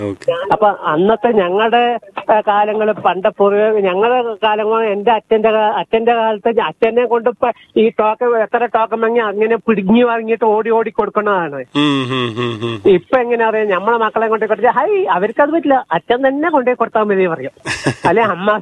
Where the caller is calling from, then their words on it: Palakkad, Kerala, India; ഞങ്ങൾ പാലക്കാടുകാര് ഒത്തൊരുമയുള്ള ആളാണ്.